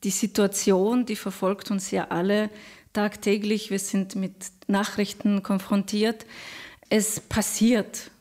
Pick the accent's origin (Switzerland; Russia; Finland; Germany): Russia; Wer nicht weiß, ich komme aus Russland. Und das geht einem sehr nahe.